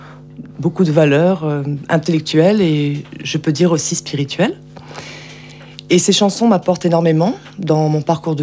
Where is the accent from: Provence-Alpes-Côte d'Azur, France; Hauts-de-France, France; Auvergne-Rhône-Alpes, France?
Auvergne-Rhône-Alpes, France; Lyon; also born or lived in south of France; Je viens de Lyon et j'ai connu Maxime Piolo pendant mon enfance dans le sud de la France.